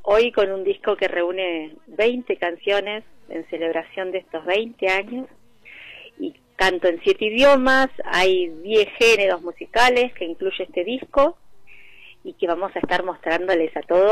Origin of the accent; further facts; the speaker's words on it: Neuquén, Argentina; en mi ciudad natal, en Neuquén Capital.